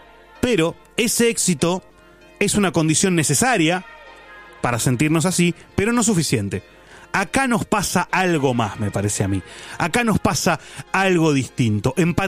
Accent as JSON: {"language": "Spanish", "country": "Argentina", "tie": "born or raised there", "said": "los chicos que crecimos en Argentina"}